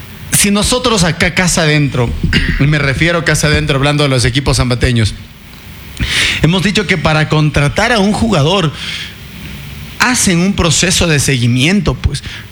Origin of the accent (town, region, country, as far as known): Ecuador